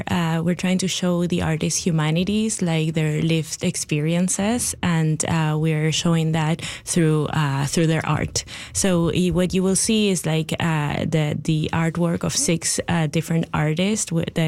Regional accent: Vancouver, British Columbia, Canada; So the first one took place in BC. We come from Vancouver.

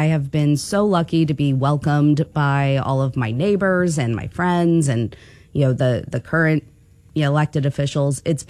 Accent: Springfield, Missouri, United States; I'm initially from Springfield, Missouri.

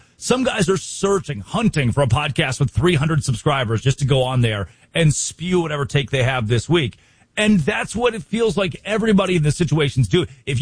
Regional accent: Arkansas, United States; I grew up in Arkansas.

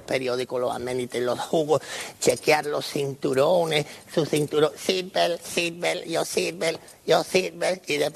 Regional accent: Pinar del Río, Cuba; born there; yo nací en Cuba, exactamente la ciudad de Pinar del Río

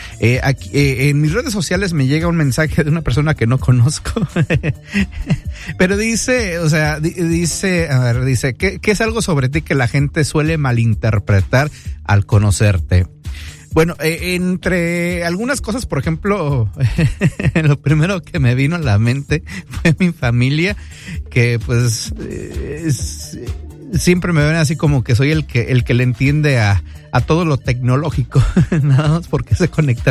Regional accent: Chicago, Illinois, United States; now in Cincinnati, United States; soy chicano, soy nacido aquí en Estados Unidos, y no, no nací, no crecí en México, crecí aquí en Estados Unidos, en Chicago, pero fue por mi familia, por mis hermanas, mi mamá y mi hermano, que pues me inculcaron lo que es el idioma natal, el español

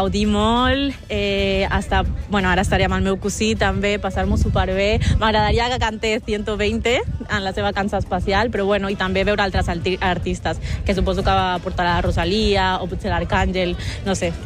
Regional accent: Barcelona, Catalonia, Spain; also born or lived in Colombia; Bueno, jo soc de Colòmbia, però he viscut tota la meva vida a Barcelona

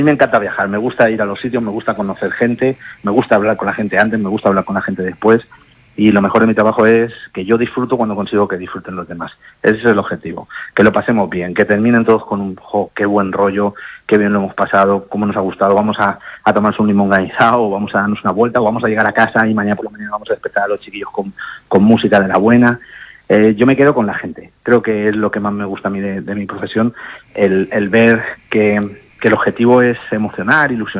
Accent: Albacete, Castilla-La Mancha, Spain; Yo soy de Albacete

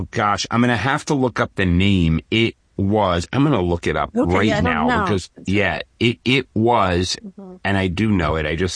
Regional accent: Philadelphia, Pennsylvania, United States; As a Philadelphian, I'm very proud of anywhere that Wawa is.

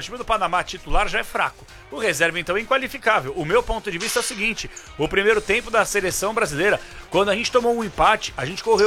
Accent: Brazil; eu sou brasileiro.

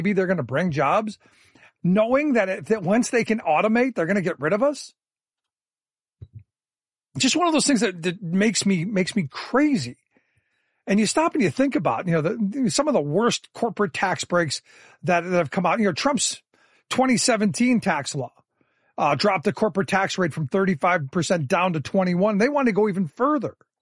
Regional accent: Cleveland, Ohio, United States; like when I grew up in Cleveland, they gave them energy

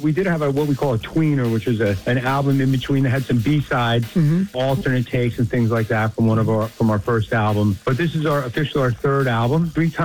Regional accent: New York City, New York, United States; we played in my hometown, New York City.

